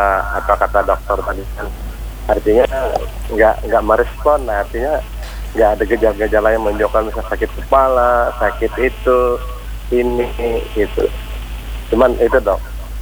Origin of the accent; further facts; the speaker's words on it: South Kalimantan, Indonesia; first language Banjar; kalau bahasa kita Banjar nih darah tinggi ya?